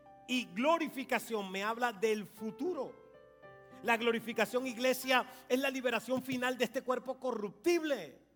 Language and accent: Spanish; Colombia